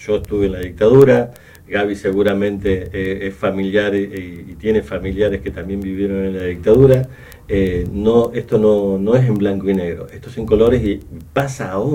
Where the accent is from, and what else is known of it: Argentina